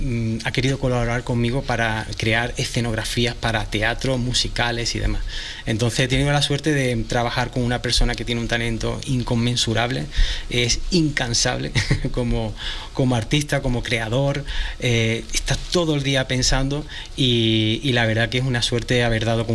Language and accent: Spanish; Málaga, Andalusia, Spain; sobre la identidad de mi de donde vengo, es decir, de Málaga, España, hacia México